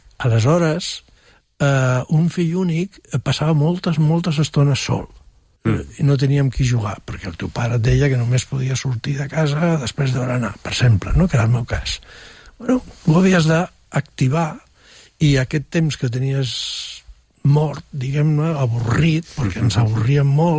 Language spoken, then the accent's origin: Catalan; Catalonia, Spain; born there; jo començo a treballar als 14 anys, que és quan es començava a treballar aleshores, sí, en el meu barri, no a l'Eixample.